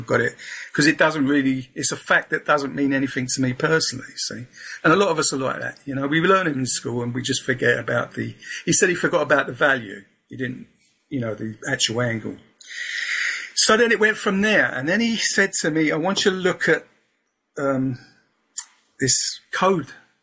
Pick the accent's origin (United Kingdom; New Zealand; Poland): United Kingdom; Peckham, London; accent: Southeast London; No, I was brought up in Peckham, London, Southeast London. So that's my accent.